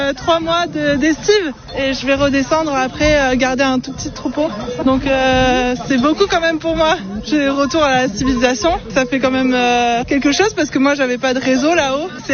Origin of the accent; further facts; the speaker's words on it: Grasse, Provence-Alpes-Côte d'Azur, France; On est de Grasse.